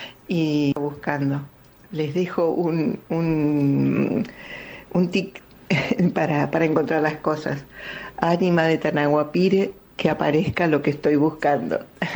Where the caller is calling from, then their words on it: Buenos Aires, Argentina; de Devoto.